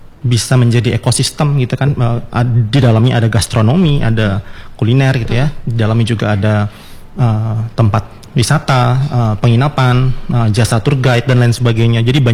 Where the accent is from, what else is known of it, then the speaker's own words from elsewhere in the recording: Tanjung Pinang, Riau Islands, Indonesia; born there; also born or lived in Bogor; now in Batam, Indonesia; saya juga kelahiran Tanjung Pinang, jadi seputar daerah nih